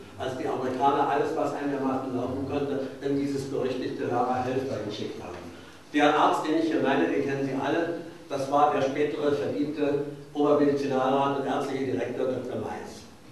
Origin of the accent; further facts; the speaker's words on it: Königsberg, Kaliningrad Oblast, Russia; Ich hatte 1943 in Königsberg, meiner Heimatstadt, das Abitur gemacht, war auch noch an der Albertina-Universität meiner Stadt eingeschrieben